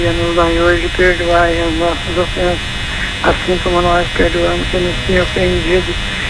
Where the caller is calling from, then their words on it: Aparecida, São Paulo, Brazil